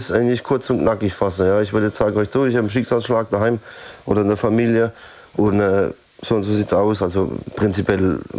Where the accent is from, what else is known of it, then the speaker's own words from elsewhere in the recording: Karlsruhe, Baden-Württemberg, Germany; Hi, ich bin von Karlsruhe.